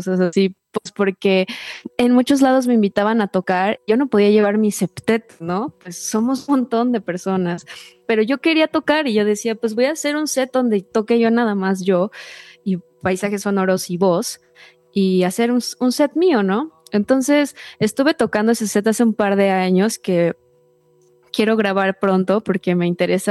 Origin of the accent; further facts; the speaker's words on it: Mexico City, Mexico; yo soy una compositora que nací y crecí y vivo en la Ciudad de México